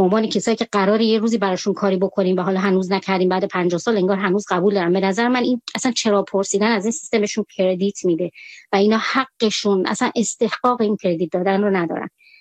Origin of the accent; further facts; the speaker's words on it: Iran; من به عنوان من به عنوان یه ایرانی اصلا روانشناس نیستم.